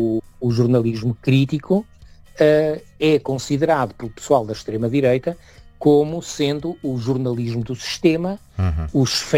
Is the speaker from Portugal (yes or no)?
yes; Portugal; now in Germany; Nós portugueses, viemos de Portugal para aqui por questões económicas